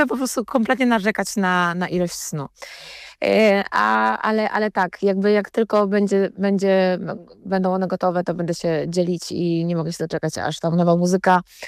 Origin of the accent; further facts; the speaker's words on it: middle Oder region, Poland; now in Warsaw, Poland; Ja potwierdzam, że pochodzę z regionu nad Odrze, czyli tej środkowej Odry, powiedzmy, i do dzisiaj mi to zostało. To znaczy ja kocham mieszkać po stronie praskiej nad rzeką.